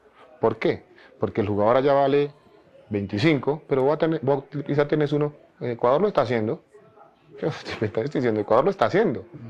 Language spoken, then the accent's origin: Spanish; Quibdó, Chocó, Colombia; Yo soy de Quibdó, sí.